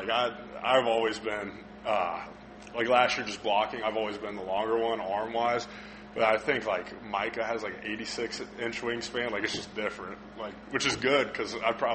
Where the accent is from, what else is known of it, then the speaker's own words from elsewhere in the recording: Cincinnati, Ohio, United States; And also, I'm from Cincinnati. Like, being an hour 20 away is way better.